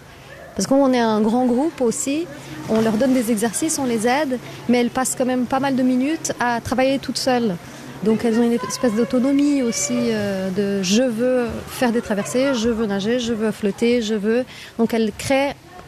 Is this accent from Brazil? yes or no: yes; Brazil; Moi, je suis brésilienne hein, à la base, donc quand je pense à l'Amazon, ben, c'est trouble, on voit rien dessous, il y a des piranhas.